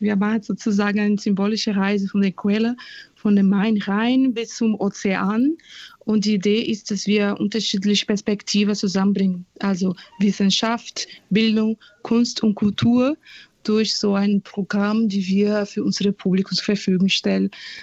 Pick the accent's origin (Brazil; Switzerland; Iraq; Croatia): Brazil; German is a second language; now in Germany; Ich komme aus Brasilien und was ich gesehen habe, war auf jeden Fall so eine Entwicklung von Gesellschaftsteilhabe.